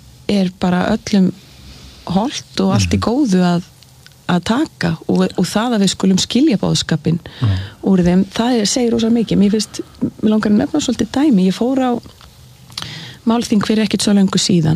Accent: Reykjavík, Capital Region, Iceland; born there; Ég fædd í Reykjavík, en þegar ég fæðist þá búa foreldrar mínir á Hvammstanga.

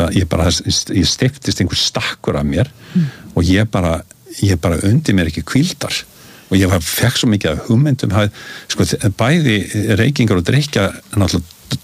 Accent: Reykjavík, Capital Region, Iceland; Þú veist, ég alinn upp í Vesturbænum, bara hjá millistéttarfjölskyldu, foreldrar mínir afskaplega lágstemmt fólk, faðir mér var atvinnurekandi

